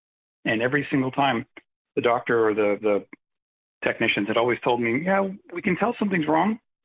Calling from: Ontario, Canada; I'm calling from Ontario, Canada.

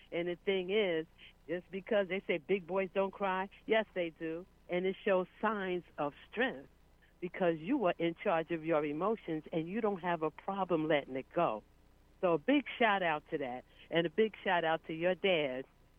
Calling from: South Carolina, United States; calling from South Kakalaki.

